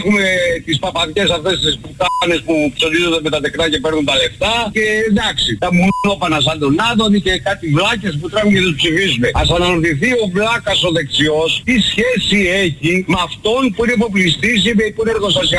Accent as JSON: {"language": "Greek", "region": "Northern Greece", "country": "Greece", "said": "Λοιπόν, είμαι Βορειοελλαδίτης και θα ήθελα να πω κάτι για τους βλάχους πατριώτες μου, τους Βορειοελλαδίτες"}